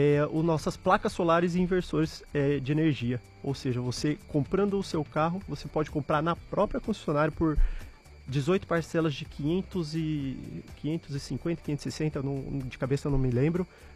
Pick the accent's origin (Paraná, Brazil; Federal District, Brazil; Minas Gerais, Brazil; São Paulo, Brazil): São Paulo, Brazil; eu sou do interior de São Paulo também, eu vou direto ali para Marília.